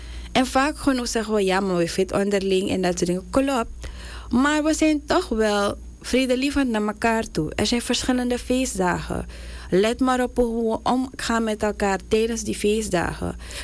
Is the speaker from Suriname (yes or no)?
yes; Suriname